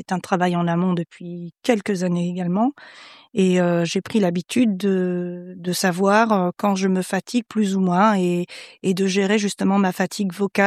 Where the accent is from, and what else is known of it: Grand Est, France